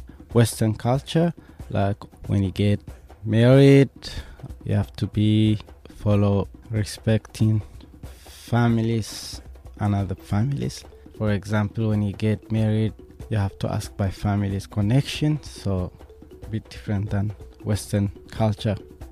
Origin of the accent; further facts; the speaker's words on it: Eritrea; English is a second language; now in Australia; I came from Africa, Eritrea. I came to Australia 1995.